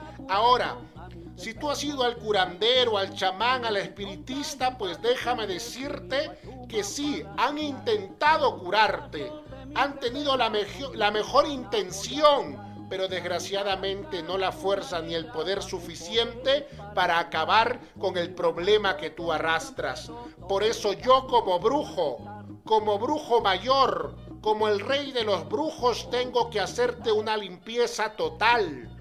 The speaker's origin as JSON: {"language": "Spanish", "town": "Huancabamba", "region": "Piura", "country": "Peru", "said": "soy brujo Piurano, directamente de las 14 lagunas de Huancabamba, de las Guaringas, traigo mis secretos"}